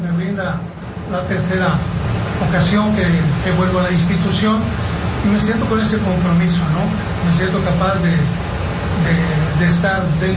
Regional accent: Tampico, Tamaulipas, Mexico; now in Monterrey, Mexico; Prácticamente yo ya soy más regiomontano, soy tampiquense, pero hoy ya me considero rey, literalmente, ¿no? Por los años que llevo viviendo ya en la localidad.

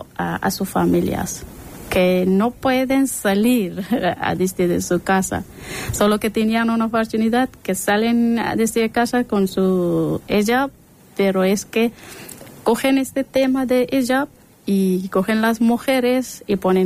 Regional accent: Afghanistan; Spanish is a second language; Es que Yo cuando estuve pequeña, y era pequeña, yo estudié en sótano, como alefbat. Pero yo intenta, cuando talibanes fueron a Afganistán, yo intenta para estudiar

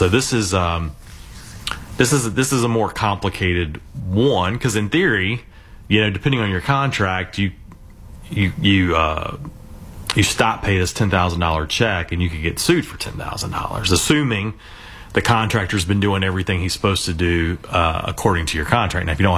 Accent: North Carolina, United States; born and raised in North Carolina.

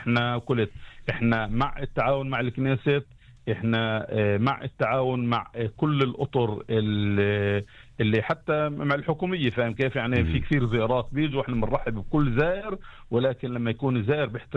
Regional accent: Umm al-Fahm, Haifa District, Israel; أم الفحم هي يعني العطاء بتعلموا من هنا.

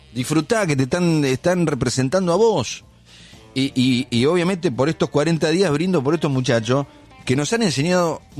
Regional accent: Argentina; Y nos hacen acordar quiénes somos, porque el argentino es así, es resiliente.

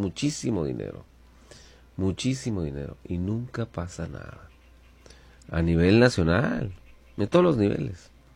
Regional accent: Mexico

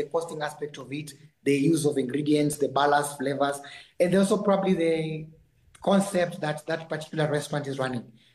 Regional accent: Kenya; now in Botswana; I'm from Kenya. Definitely, I'm a Kenyan chef, but I'm currently based in Botswana.

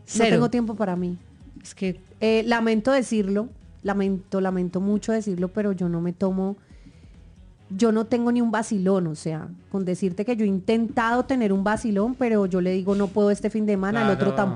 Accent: Cali, Valle del Cauca, Colombia; la puedo romper como caleña porque tengo las herramientas y he construido una cultura muy caleña durante toda mi vida.

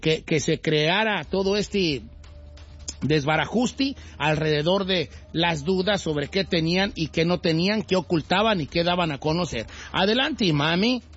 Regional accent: Guadalajara, Jalisco, Mexico; Soy de Guadalajara y allá decimos opciones.

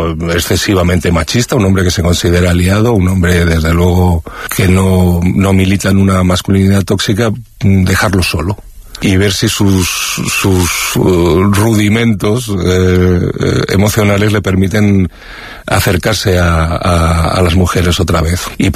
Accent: Madrid, Community of Madrid, Spain; Yo soy muy urbanita, yo soy de Madrid

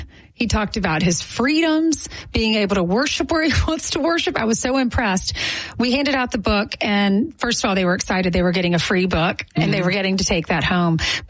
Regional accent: South Carolina, United States; moved away; I grew up in South Carolina

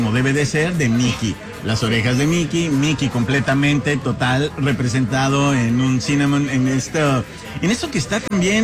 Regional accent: Mexico; nosotros como mexicanos

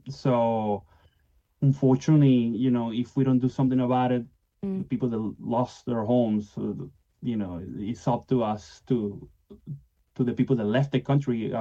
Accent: Venezuela; now in Australia; my home country of Venezuela

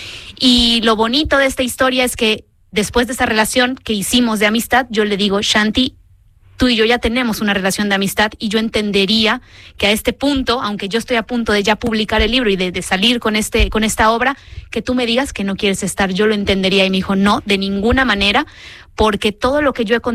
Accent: Mérida, Yucatán, Mexico; una en mi ciudad natal, en Mérida, Yucatán

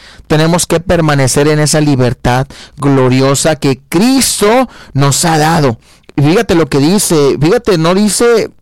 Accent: Mexico; a veces nosotros como mexicanos también lo hacemos.

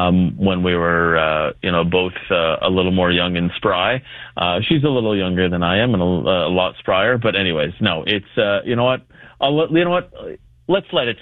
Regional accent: Canada; as a Canadian

